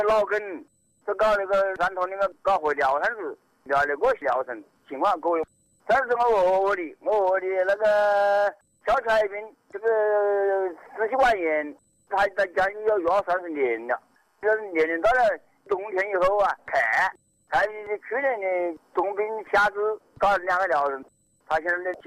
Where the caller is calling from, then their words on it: Yangzhou, Jiangsu, China; 我是扬州海南。